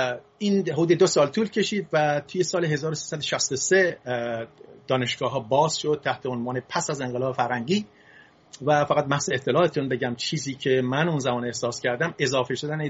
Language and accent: Persian; Isfahan, Iran; also born or lived in Fasa; من تو سال 1337 در شهر فاسا متولد شدم، یکی از شهرهای استان فارس. پدرم کارمند بانک بود و بعد از یکی دو سالم شد رفت تهران. یکی دو سال پدرم توی تهران بود و بعد اومد به اصفهان